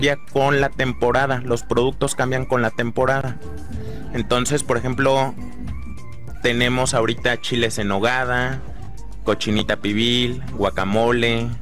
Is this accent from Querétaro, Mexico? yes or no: yes; Querétaro, Mexico; Y aquí vivió, somos queretanos, de los pocos queretanos que quedamos.